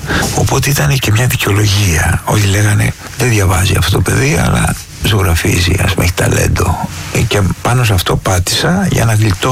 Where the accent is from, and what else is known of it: Athens, Attica, Greece; born there